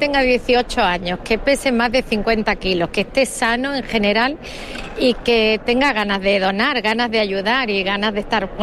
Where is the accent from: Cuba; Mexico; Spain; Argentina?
Spain; Jaén, Andalusia; Yo vengo de Jaén.